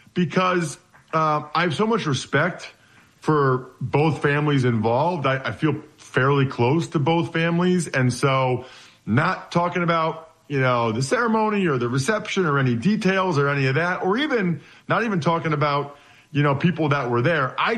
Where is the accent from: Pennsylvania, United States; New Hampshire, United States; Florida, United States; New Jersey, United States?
Pennsylvania, United States; Wyomissing; because we're both from Why Missing, Pennsylvania. So shout out Why Missing.